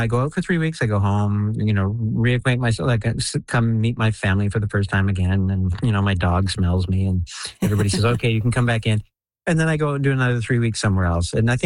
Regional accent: Canada; The fact is, I'm Canadian. I live in Canada

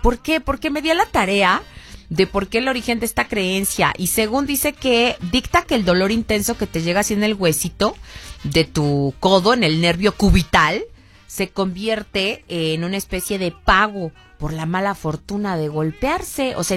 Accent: Mexico

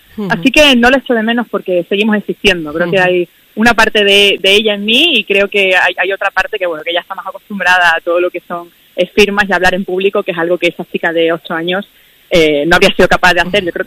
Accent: Extremadura, Spain; now in Seville, Spain; ahora mismo tengo la poca suerte, por así decirlo, de no poder vivir en mi tierra. Vivo en Sevilla hace ya 6-7 años, pero llevo Extremadura por bandera a todas partes, ¿no?

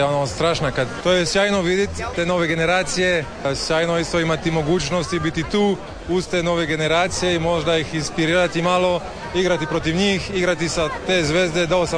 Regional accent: Trogir, Split-Dalmatia County, Croatia; I ovdje u Splitu na Rivi, tu mi je familija, ja dolazim iz Trogira, čača mi je odavde

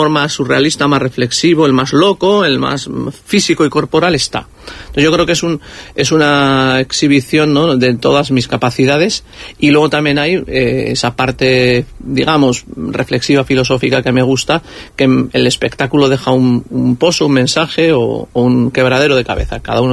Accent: San Sebastián, Basque Country, Spain; yo creo que soy un chico de Donosti vasco, de nuestra cultura, y al final siempre me puedo apoyar ahí. O sea, ante la duda yo puedo hablar de nuestras locuras de Donosti, de ser guipuzcoano, de lo diferente que es ser de Bilbao y ser de Donosti

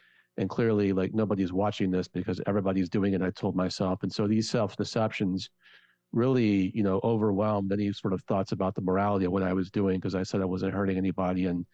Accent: Georgia, United States; Just the quick story is I grew up outside Atlanta, middle-class family, oldest of three brothers.

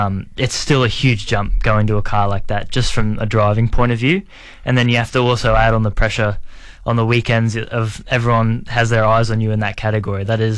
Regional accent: Australia; growing up in Australia and watching supercars all my life

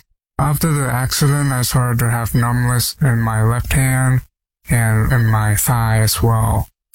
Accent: Portland, United States; I'm from Portland.

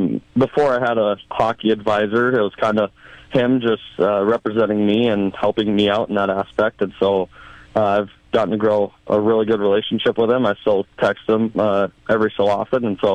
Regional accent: Pierre, South Dakota, United States; born or raised there; moved away

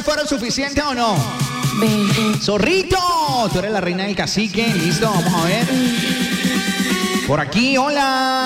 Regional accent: Colombia

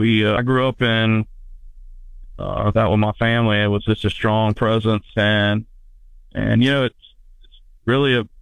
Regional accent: Virginia, United States; especially growing up in the Tidewater, Virginia area, with all our, we have Norfolk Naval Base and so many bases around and Army bases, but a lot of military presence where I'm from.

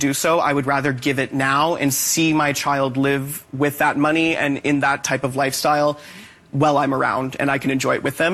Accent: Canada; I'm a Canadian actor, so she struggles.

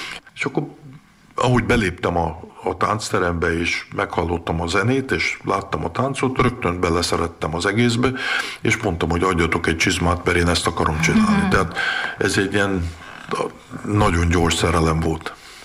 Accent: São Paulo, Brazil; born or raised there; now in Hungary

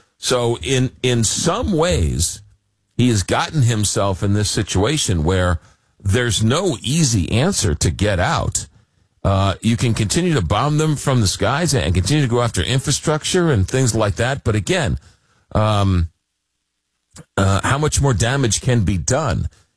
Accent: New Mexico, United States; from New Mexico, and I am not the fellow from Texas.

